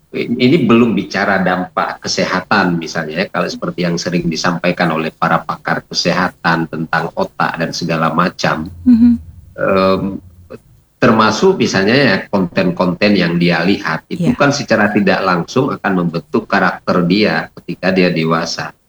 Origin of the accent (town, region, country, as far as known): Aceh, Indonesia